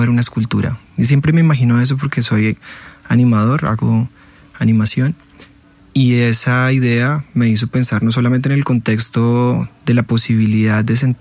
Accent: Bogotá, Colombia; como muy bogotano que soy, a esta ciudad que amo, que me encanta

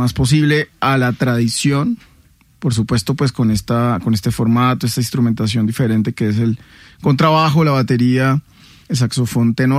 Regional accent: Venezuela; resulta que en mi tierra y creería que también en toda Venezuela se le conoce como chigüire

